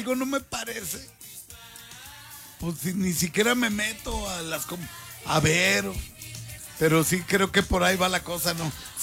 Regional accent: Monterrey, Nuevo León, Mexico; born there; moved away; Allá en Monterrey, cuando les tiran hate, allá sí les dicen, ¡cállate, mugroso! ¡Báñate, mugroso! Usan mucho esa palabra allá en mi tierra

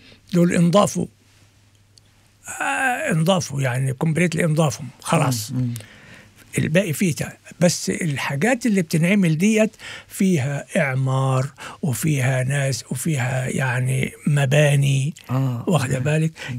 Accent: Egypt; عندنا في مصر

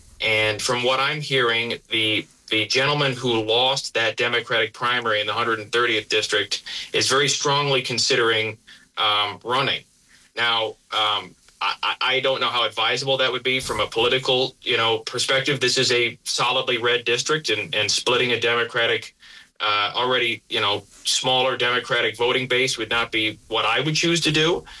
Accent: Lyons, United States; I mean, where I grew up in Lyons, you didn't see a house above $100,000 15 years ago.

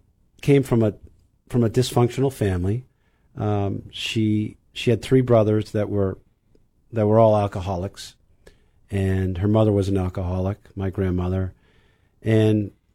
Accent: Burlington, Vermont, United States; I grew up in Burlington, Vermont.

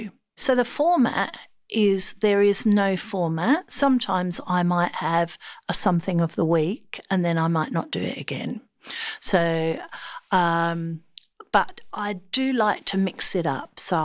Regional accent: Ireland; As an Irish Catholic

